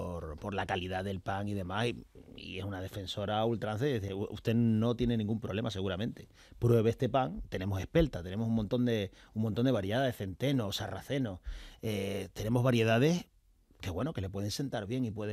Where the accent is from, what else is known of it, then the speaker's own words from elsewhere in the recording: Tenerife, Canary Islands, Spain; aunque yo soy de Tenerife